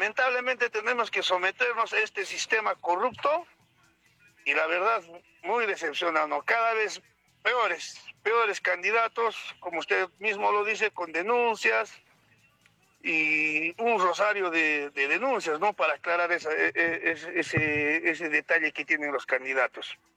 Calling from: Cusco, Peru; ¿Y qué hacemos como peruanos, como ciudadanos, como cusqueños?

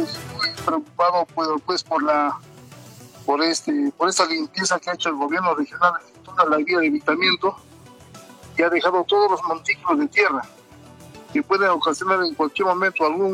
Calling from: Cusco, Peru; somos hermanos cusqueños.

